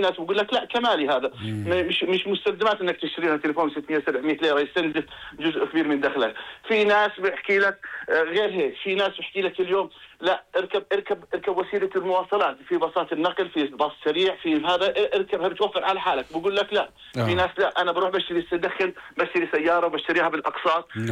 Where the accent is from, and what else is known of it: Jordan